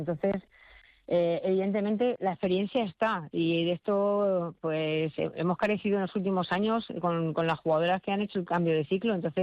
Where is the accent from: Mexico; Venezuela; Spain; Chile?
Spain; Alcalá de Henares, Community of Madrid; moved away as an adult; also born or lived in Almería / Elche / Germany; yo soy de Alcalá de Henares.